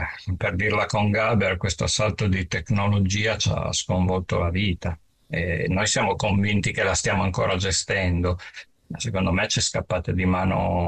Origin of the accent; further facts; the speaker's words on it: Ivrea, Piedmont, Italy; io sono di Ivrea